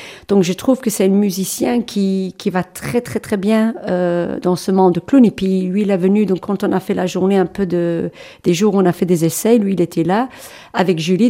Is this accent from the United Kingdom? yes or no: yes; England, United Kingdom; French is a second language; moi je suis anglaise, donc à la base